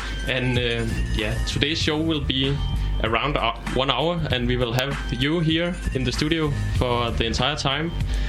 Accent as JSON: {"language": "English", "country": "Denmark", "moved": "as an adult", "lives_now": "Cluj-Napoca, Romania", "said": "I come from Denmark."}